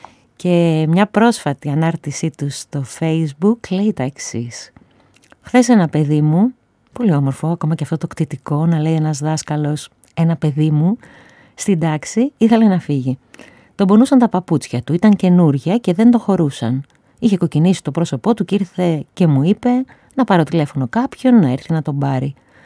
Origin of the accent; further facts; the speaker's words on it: Piraeus, Attica, Greece; Γεννήθηκα και μεγαλώνω στον Πειραιά σε μια διαρκή προσπάθεια να αγκαλιάσω τα εύκολα και τα δύσκολα της παιδικής ηλικίας.